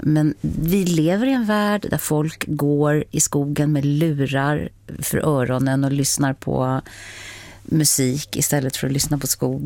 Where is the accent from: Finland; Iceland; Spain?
Spain; also born or lived in United States; now in Sweden; Det kommer kanske från min latinska uppväxt, eftersom jag växte upp i Spanien och bott i Europa, bott i USA